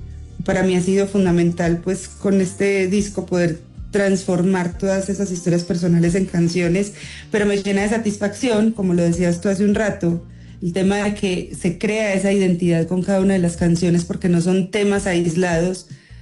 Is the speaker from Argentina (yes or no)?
no; Colombia; moved away; also born or lived in United States / Mexico; Luego yo me fui de Colombia, entonces también por eso muchas personas uno piensa que la gente no se va a olvidar de uno